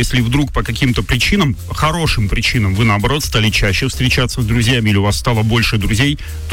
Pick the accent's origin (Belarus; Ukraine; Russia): Russia; Bolchary, Khanty-Mansi Autonomous Okrug; И в детстве, вот мы в Болчарах катались на мотоциклах.